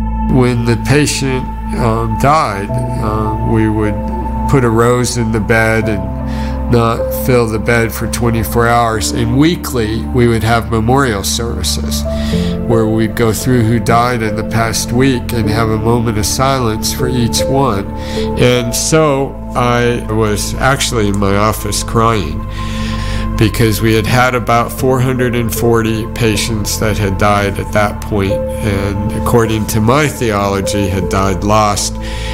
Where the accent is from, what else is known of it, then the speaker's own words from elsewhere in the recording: Massachusetts, United States; born there; I was born in Massachusetts and went to nursing school in Massachusetts